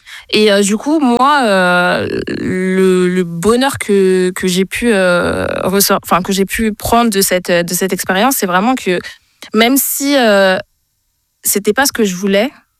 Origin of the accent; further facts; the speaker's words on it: Île-de-France, France; moved away as an adult; Je viens de la région parisienne